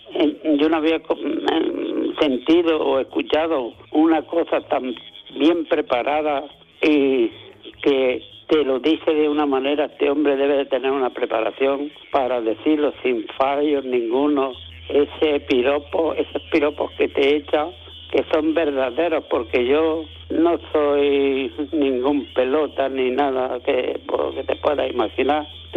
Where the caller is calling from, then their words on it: Almuñécar, Andalusia, Spain; de Almuñécar.